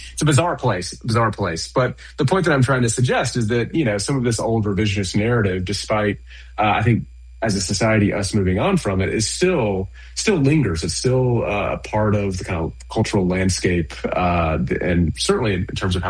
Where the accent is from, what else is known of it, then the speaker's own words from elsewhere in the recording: Georgia, United States; Yeah, so as I said, I grew up in Georgia, very close to this history.